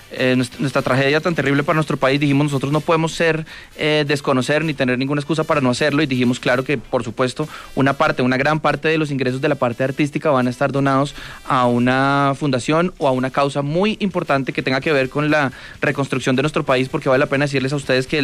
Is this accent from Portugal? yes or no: no; Bogotá, Colombia; yo soy de Bogotá.